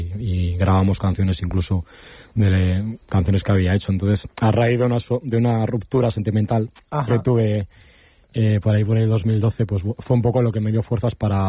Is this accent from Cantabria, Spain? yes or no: yes; Colindres, Cantabria, Spain; born there; empecé en clases de guitarra de muy chiquitín en Colindres